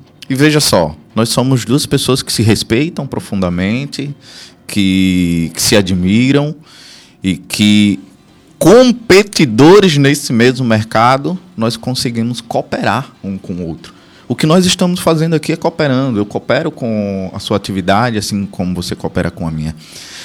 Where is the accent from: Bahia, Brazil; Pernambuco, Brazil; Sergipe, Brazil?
Sergipe, Brazil; Lagarto; Por que Lagarto? É a minha terra.